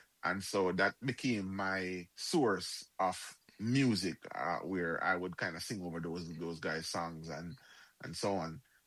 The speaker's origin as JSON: {"language": "English", "town": "Rocky Point", "region": "Clarendon", "country": "Jamaica", "said": "I'm from Rocky Point."}